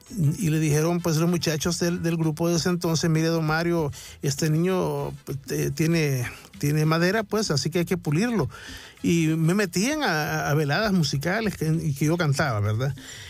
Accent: San Miguel, El Salvador; born there; Pues ellos se conocieron y en San Miguel, pues yo nací en San Miguel. Por eso es que siempre ustedes saben de que … es migueleño, ¿verdad?

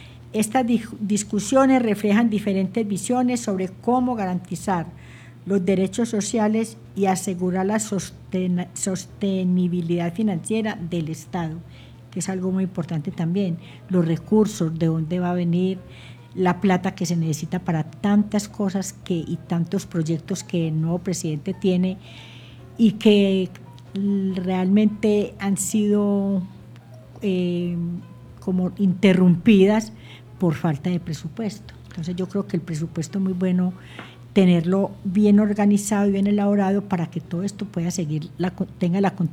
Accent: Colombia; nosotros como colombianos

